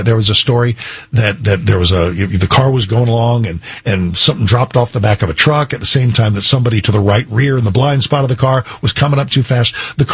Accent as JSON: {"language": "English", "region": "Texas", "country": "United States", "said": "I said, please, I'm from Texas. I'm a man."}